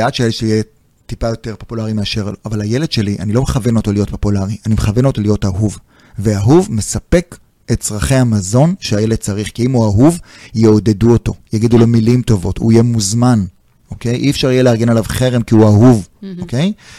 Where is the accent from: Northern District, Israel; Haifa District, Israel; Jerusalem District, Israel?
Jerusalem District, Israel; Jerusalem; הייתי בכיתה נוראית, בבית ספר נוראי, בשכונה נוראית, במקום שנקרא רגיל, בסדר? הייתי בירושלים, הכל